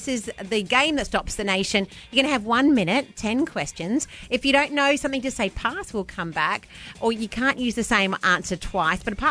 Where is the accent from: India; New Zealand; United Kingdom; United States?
New Zealand; moved away; I'm a Kiwi